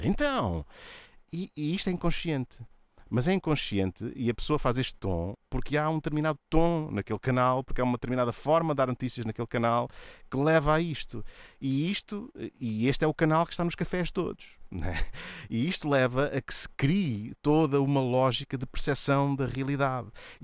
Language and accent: Portuguese; Castelo Branco, Centro, Portugal; pessoal da minha zona, eu sou da Beira Baixa também, um é do Fundão, até de Penamacor, eu sou de Castelo Branco